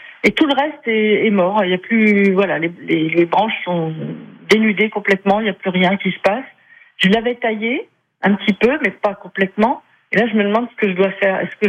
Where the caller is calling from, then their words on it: Luynes, Centre-Val de Loire, France; De Luynes.